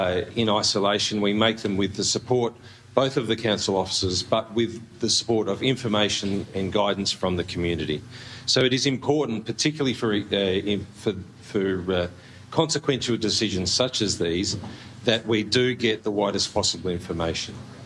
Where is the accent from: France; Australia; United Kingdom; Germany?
Australia; South Australia; moved away; I'm from South Australia, so I say Mall